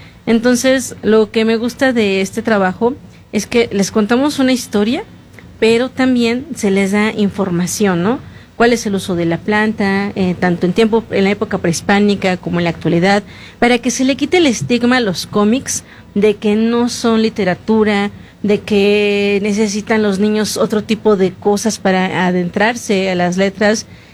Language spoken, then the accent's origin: Spanish; Tlaxcala, Mexico; yo soy de Tlaxcala, pongo la radio local